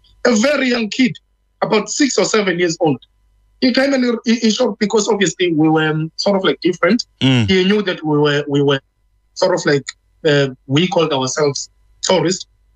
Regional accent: KwaZulu-Natal, South Africa; I'm one activist from South Africa in KZN, and the truth is not to be quiet.

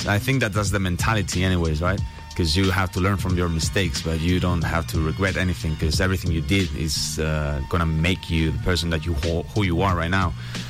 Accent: Madrid, Community of Madrid, Spain; moved away as an adult; I'm from Madrid, capital of Spain, all my life.

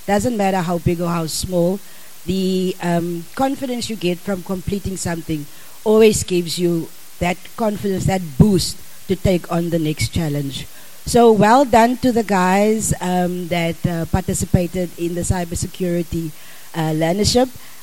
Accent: South Africa; born and bred in Neisner, spent some time in other cities, studied, worked, and experienced life there.

